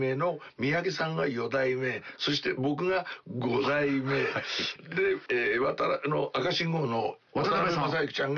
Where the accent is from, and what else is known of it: Toyama, Japan; moved away as an adult